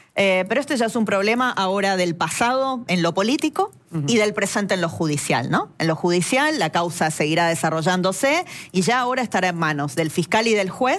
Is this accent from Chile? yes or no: no; Argentina; nos trajo alivio como argentinos.